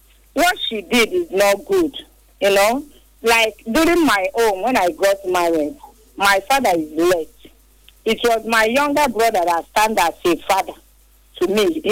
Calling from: Port Harcourt, Rivers, Nigeria; I'm from Port Harcourt.

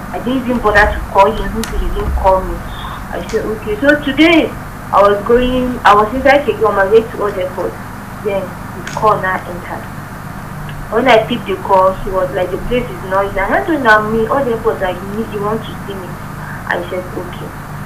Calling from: Nigeria; I'm calling from Abattoir.

